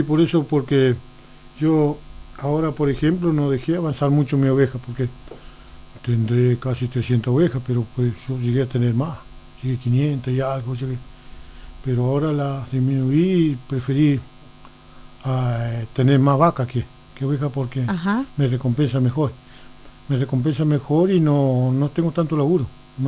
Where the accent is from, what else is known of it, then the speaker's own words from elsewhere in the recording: Argentina; moved away; Yo nací de Villa Yanquín arriba, ahí... Arriba tengo mi hermano todavía, donde nacimos, donde estaba mi padre, mi madre.